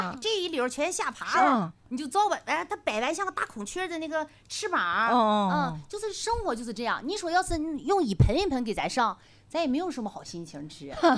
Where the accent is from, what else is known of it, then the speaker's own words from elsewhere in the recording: Dalian, Liaoning, China; 你看包括我老家是山东莱阳